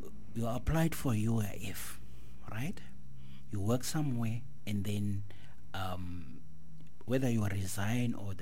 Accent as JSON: {"language": "English", "town": "Worcester", "region": "Western Cape", "country": "South Africa", "tie": "born or raised there", "moved": "as an adult", "lives_now": "Cape Town, South Africa", "said": "Born and raised in Worcester."}